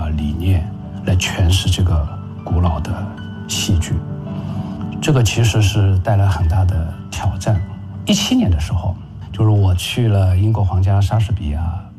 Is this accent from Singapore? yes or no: no; China; 就是我们中国人的那种善良，